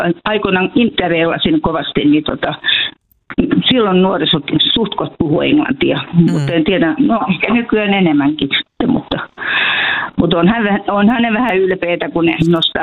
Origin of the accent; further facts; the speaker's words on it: Espoo, Uusimaa, Finland; also born or lived in Helsinki; now in Leivonmäki, Finland; Mä olen kotoisin Espoosta, Helsingissä syntyjä ja kolmannen polven helsinkiläinen, mutta sitten haluttiin tulla tänne rauhaan.